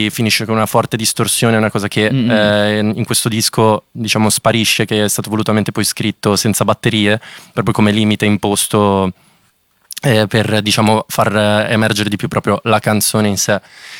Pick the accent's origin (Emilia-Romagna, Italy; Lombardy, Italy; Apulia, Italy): Emilia-Romagna, Italy; Rimini; io sono cresciuto in campagna, a Rimini, nella campagna riminese, e cioè circondato, diciamo, dalla campagna, non l'ho mai vissuta proprio, i miei facevano altro.